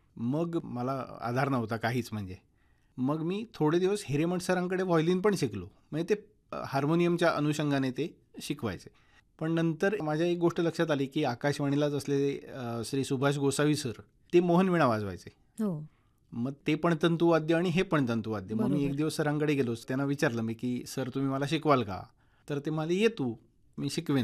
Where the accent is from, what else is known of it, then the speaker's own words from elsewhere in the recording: Maharashtra, India; also born or lived in Rajapur / Ratnagiri; मी दाहुलवल्ली माझं गाव